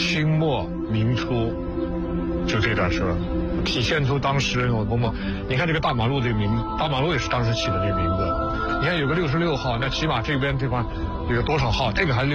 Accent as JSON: {"language": "Chinese", "town": "Nanjing", "region": "Jiangsu", "country": "China", "said": "我南京人。"}